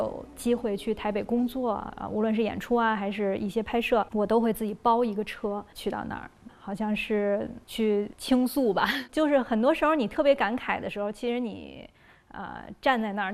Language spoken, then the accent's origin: Chinese; Beijing, China; 我作为一个北京人